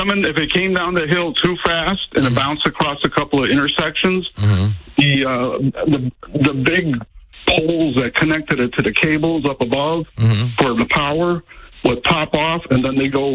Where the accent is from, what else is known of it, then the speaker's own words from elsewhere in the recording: San Francisco, California, United States; Oh, I grew up in San Francisco on California Street, and we had the number one municipal railway, California number one bus, was an electric bus.